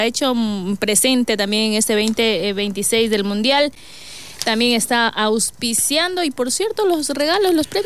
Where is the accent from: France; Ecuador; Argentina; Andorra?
Ecuador